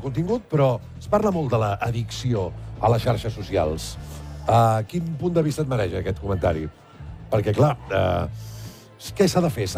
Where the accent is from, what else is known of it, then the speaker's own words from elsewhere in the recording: Catalonia, Spain; som d'Osona